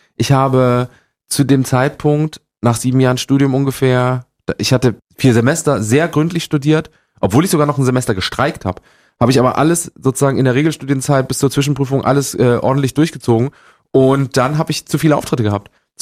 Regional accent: Gera, Thuringia, Germany

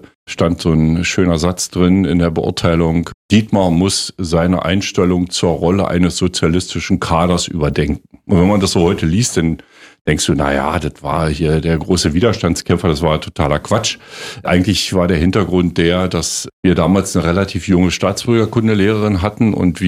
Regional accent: Naundorf, Brandenburg, Germany; Naundorf ist ein relativ überschaubar großes Dorf heute noch, Naundorf bei Forst, das ist mein Heimatdorf.

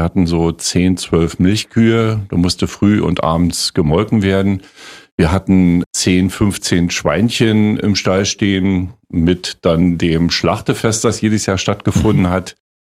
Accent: Naundorf, Brandenburg, Germany; Nauendorf ist ein relativ überschaubar großes Dorf heute noch, Nauendorf bei Forst, das ist mein Heimatdorf.

